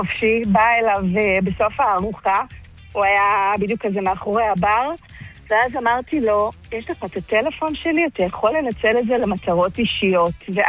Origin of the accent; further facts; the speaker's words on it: Turkey; now in Israel; עולה חדשה מטורקיה.